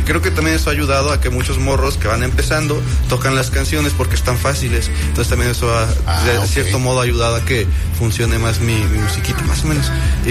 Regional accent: Tenancingo de Degollado, State of Mexico, Mexico; Es que soy de Estado de México, no tan cercano a Ciudad de México, sino como ya Estado de México. El lugar se llama Tenancingo de Degollado.

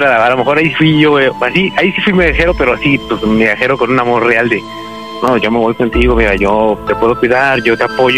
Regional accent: Mexico City, Mexico; Bueno, no, soy nativo de la Ciudad de México, pero ando viviendo por acá.

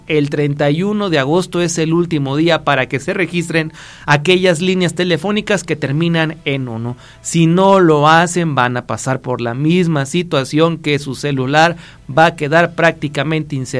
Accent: Mexico; como buenos mexicanos, como se menciona, que todo dejamos al último.

